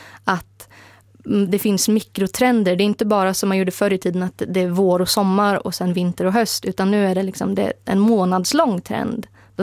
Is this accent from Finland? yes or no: no; Västra Götaland County, Sweden; Vi är båda från Göteborgstrakten.